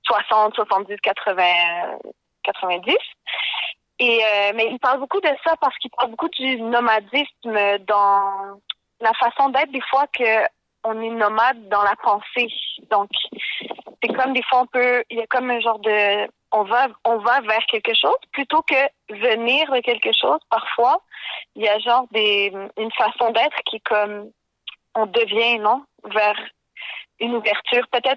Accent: Montreal, Quebec, Canada; Nos ancêtres sont québécois. Je pense qu'on est mélangés.

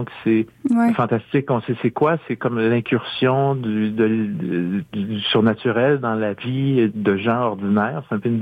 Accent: Quebec, Canada

